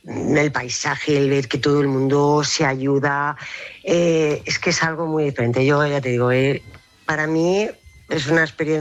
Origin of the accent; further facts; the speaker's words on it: Alicante, Valencian Community, Spain; also born or lived in Murcia; venimos de Alicante y Murcia. Eso ahí abajo